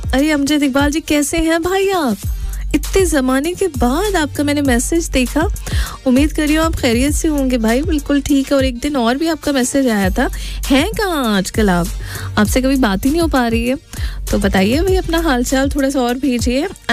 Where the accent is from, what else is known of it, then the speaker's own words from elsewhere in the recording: Bangalore, Karnataka, India; मैं भी बैंगलोर से हूँ